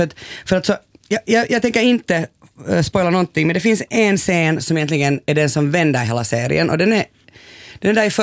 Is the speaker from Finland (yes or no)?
yes; Porvoo, Uusimaa, Finland; jag är uppvuxen i Borgå på 80-talet